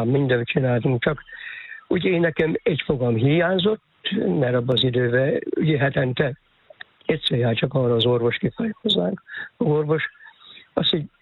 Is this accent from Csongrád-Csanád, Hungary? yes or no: yes; Öttömös, Csongrád-Csanád, Hungary; born there; Hát ez ugye Ötemesen volt kint, a szülőházam, ahol volt.